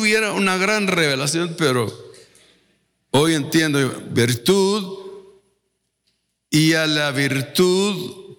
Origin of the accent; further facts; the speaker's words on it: Guatemala; hace algunos días aquí en Guatemala, aquí en mi pueblo, mucha gente se volcaron para los políticos, para todo partido.